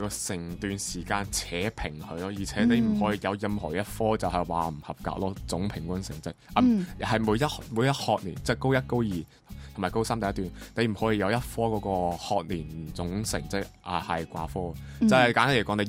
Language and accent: Cantonese; Macau; 我哋澳门人咧去内地高校咧